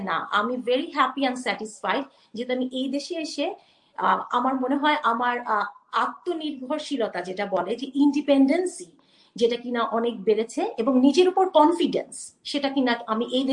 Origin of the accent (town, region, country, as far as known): Bangladesh; moved away as an adult; also born or lived in New York City; now in Texas, United States